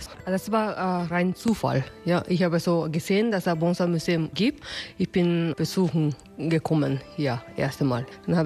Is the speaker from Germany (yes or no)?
no; Osaka, Japan; German is a second language; moved away as an adult; now in Millstätter See, Austria; Ich komme aus Osaka.